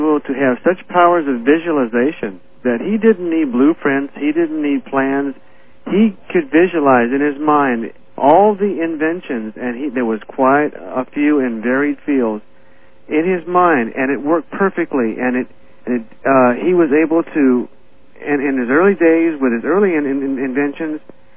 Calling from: Aiea, Hawaii, United States; Art, I'm calling from Hawaii.

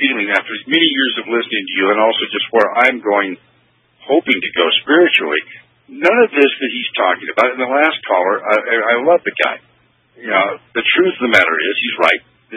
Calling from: Coachella, California, United States; I'm a truck driver. I'm calling from Coachella, California.

